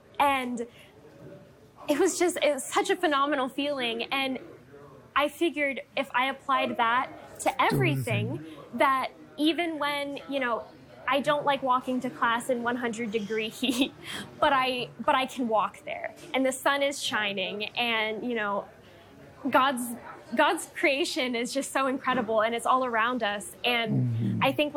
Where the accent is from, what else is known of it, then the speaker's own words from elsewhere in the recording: San Antonio, Texas, United States; I'm originally actually from San Antonio, Texas.